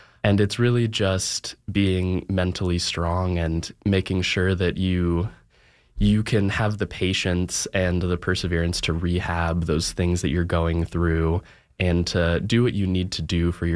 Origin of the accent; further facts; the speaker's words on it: Virginia, United States; I'm from Virginia